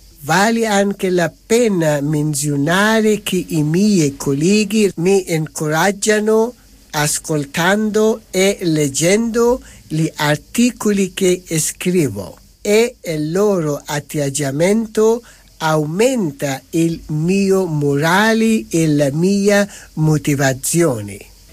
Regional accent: Afghanistan; Italian is a second language; moved away as an adult; now in Italy; Nel mio paese d'origine, l'Afghanistan, ero un attore cinematografico.

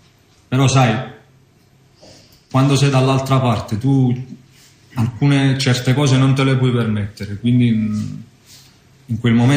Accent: Naples, Campania, Italy; sono di Napoli, ho 32 anni

